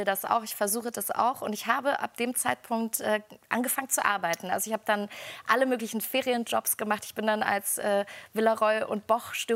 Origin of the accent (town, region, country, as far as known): Erfurt, Thuringia, Germany; born or raised there